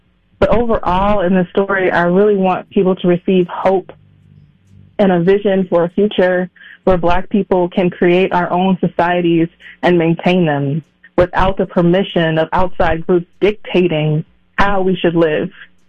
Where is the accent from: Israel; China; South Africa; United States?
United States; Minneapolis–Saint Paul, Minnesota; So growing up in the Twin Cities and like having this dream of being a writer, I was fostered by a lot of the programs that are actually in place here